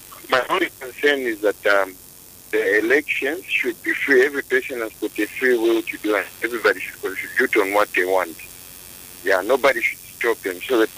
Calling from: Kamala, Zambia; Yes, I'm calling from Kamala.

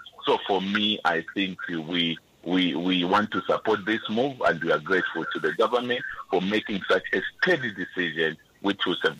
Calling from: Lusaka, Lusaka Province, Zambia; Yeah, I'm calling you from Kawatwa.

